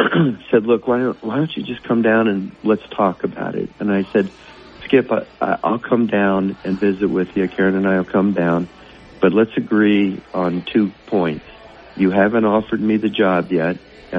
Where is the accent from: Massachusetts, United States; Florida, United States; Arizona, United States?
Florida, United States; Miami; when I grew up in Miami, we had a batting cage in our backyard.